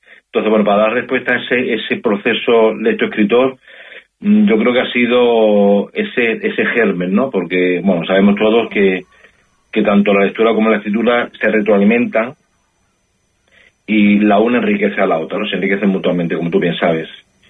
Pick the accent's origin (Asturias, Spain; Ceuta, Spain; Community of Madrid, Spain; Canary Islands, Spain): Ceuta, Spain; textos sobre temáticas que nos afectan directamente a los que somos de Ceuta, como el tema de la inmigración